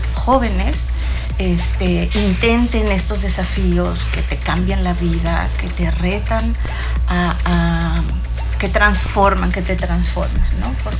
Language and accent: Spanish; Mexico City, Mexico; now in Cancún, Mexico; soy originaria de Ciudad de México, así que cuando llegas aquí el mar te atrapa